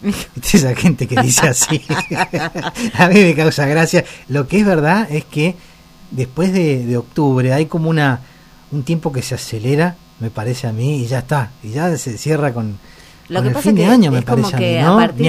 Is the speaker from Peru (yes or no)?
no; Córdoba, Argentina; now in Bariloche, Argentina; Cuando yo me vine a Bariloche, de Córdoba, mi abuela decía eso